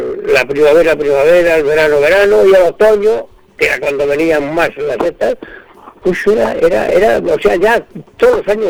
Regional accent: Cejas de Aliste, Castile and León, Spain; now in Rabanales de Aliste, Spain; yo no soy de Rabanales. Yo soy de Cejas de Aliste.

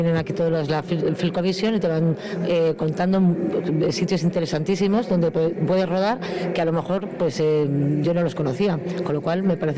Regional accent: Madrid, Community of Madrid, Spain; Pues mira, yo vengo de Madrid

